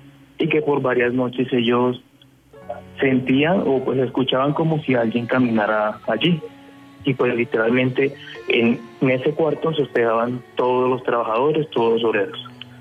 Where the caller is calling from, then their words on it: Caribbean Region, Colombia; yo también soy costeño